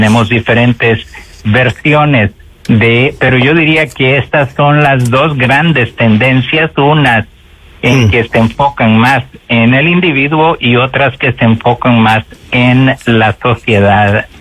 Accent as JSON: {"language": "Spanish", "country": "Nicaragua", "said": "Porque yo lo comprendí incluso estando... yo soy de Nicaragua, ¿no?"}